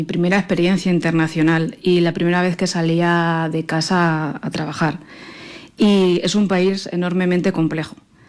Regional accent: Motilla del Palancar, Castilla-La Mancha, Spain; soy de Motilla. Motilla del Palancar.

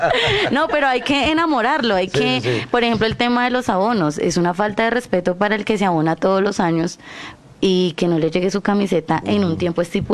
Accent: Bogotá, Colombia; yo soy Rola

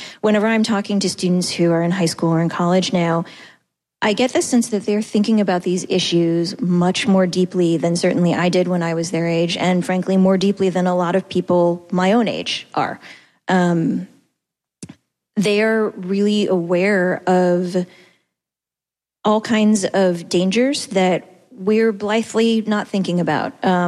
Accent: Boston, Massachusetts, United States

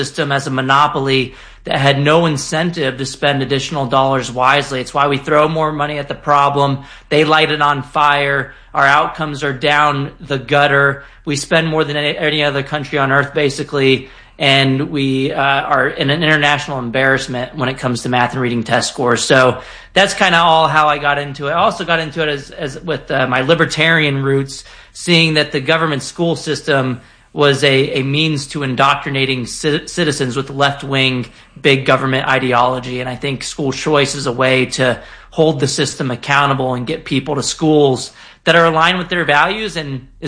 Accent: San Antonio, Texas, United States; growing up in San Antonio, Texas. I went to government schools all K through 12, but in high school, I went to something called a magnet school

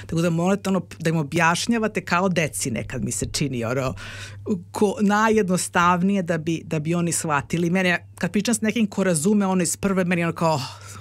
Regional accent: Belgrade, Serbia; now in Melbourne, Australia; ja sam odrasla u Beogradu na Petlom brdu, koga briga sad Petlom brdu, mislim, na kraj sveta

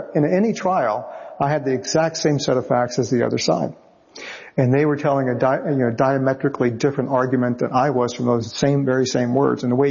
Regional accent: Richmond, Virginia, United States; I grew up in Richmond.

